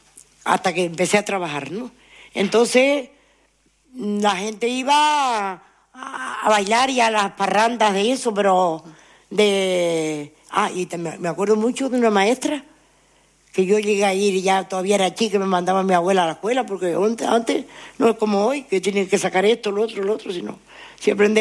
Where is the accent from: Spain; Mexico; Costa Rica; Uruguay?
Spain; Anaga, Canary Islands; yo no soy sino de Lomo Largo, no te puedo hablar del otro barrio.